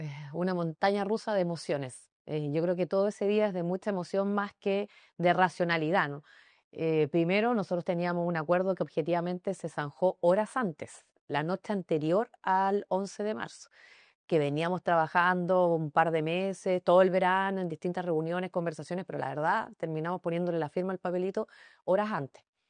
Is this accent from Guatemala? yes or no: no; Antofagasta, Chile; moved away; antofagastina